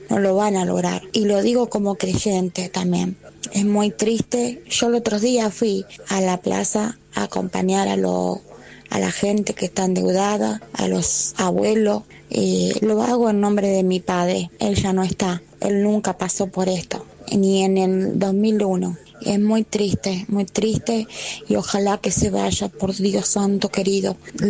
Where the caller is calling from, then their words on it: San Cristóbal, Argentina; de San Cristóbal.